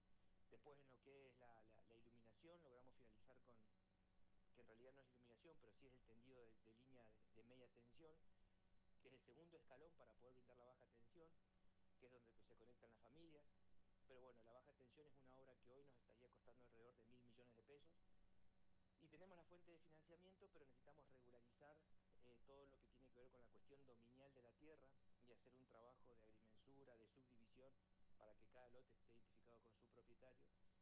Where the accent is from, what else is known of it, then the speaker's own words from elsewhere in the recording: Loncopué, Neuquén, Argentina; sueño con ver a mi pueblo progresar, desarrollarse, generar alternativas que resuelvan el problema grave de empleabilidad